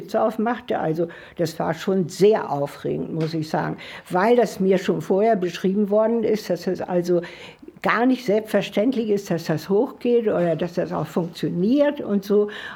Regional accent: Northern Germany, Germany; now in Swabia, Germany; ich musste ja als Norddeutsche überhaupt erst mal mit der schwäbischen Küche überhaupt mich anfreunden.

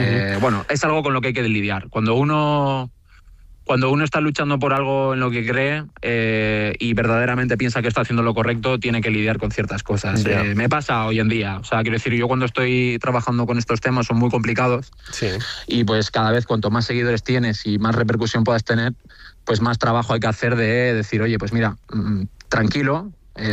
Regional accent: Canary Islands, Spain; also born or lived in San Sebastián; Yo me crié en Fuerteventura, soy de Donostiarra, pero me crié en Fuerteventura.

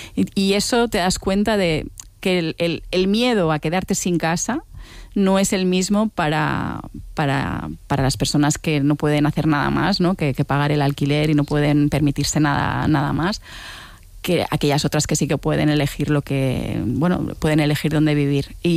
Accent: Balearic Islands, Spain; now in Barcelona, Spain; Y de dónde soy. Yo si soy mallorquina, si soy barcelonesa, siempre le he estado dando vueltas a esto.

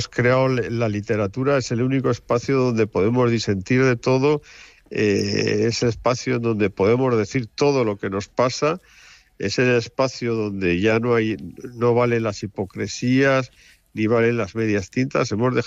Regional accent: Barbastro, Aragon, Spain; del Instituto Cervantes, es de al lado de mi pueblo. ¿Tú te puedes creer

